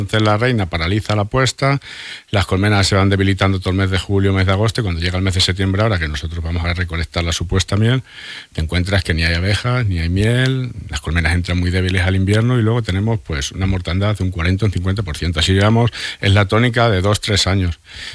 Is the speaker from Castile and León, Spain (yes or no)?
yes; Valero, Castile and León, Spain; Yo soy de Valero, como todo el mundo sabe.